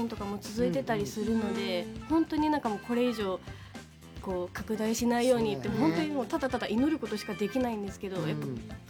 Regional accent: Oita, Japan; moved away; 大分県出身なので、うんうん、実際大分県も揺れたりはしてるんですけど、うん、やっぱりでも実家があるので

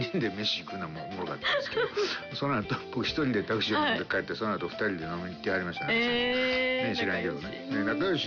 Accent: Kyoto, Japan; born there; moved away as an adult; 僕なんかは23ぐらいまで京都にいて

